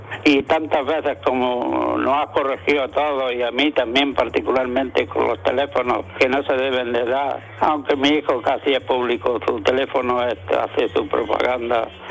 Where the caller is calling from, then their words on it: Almuñécar, Andalusia, Spain; de Almuñécar